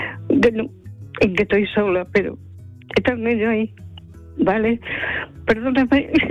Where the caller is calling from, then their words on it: Seville, Andalusia, Spain; del Tiro de Línea.